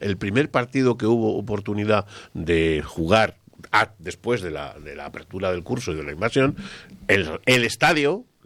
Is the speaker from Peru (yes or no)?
no; Spain; Si el problema no son los marroquíes, el problema somos los españoles.